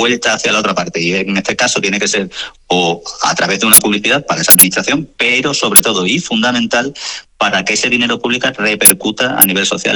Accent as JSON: {"language": "Spanish", "town": "Cáceres", "region": "Extremadura", "country": "Spain", "said": "porque yo soy un cacereño, y recordar aquellos tiempos, siempre que llega el 10 de mayo, está en nuestra cabeza."}